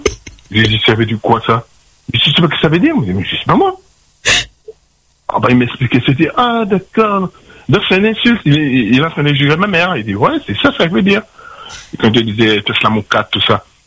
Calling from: Saint-Denis, Réunion; Déjà, je vis avec une réunionnaise. J'habite à Belle-Pierre. Je vis avec une réunionnaise.

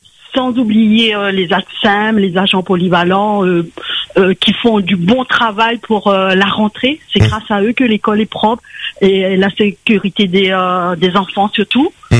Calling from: Le Tampon, Réunion; du Tampon.

